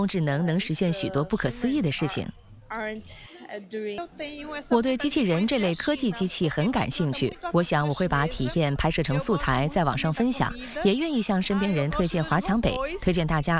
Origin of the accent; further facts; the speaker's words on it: Russia; 在我的家乡俄罗斯